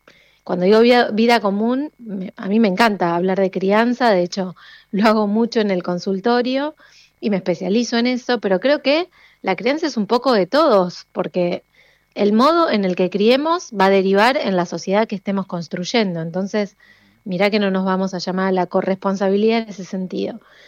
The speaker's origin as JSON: {"language": "Spanish", "town": "Rojas", "region": "Buenos Aires Province", "country": "Argentina", "tie": "born or raised there", "moved": "yes", "said": "yo vengo de una zona relativamente rural, me crié en Rojas, provincia de Buenos Aires, y mis abuelos venían del campo"}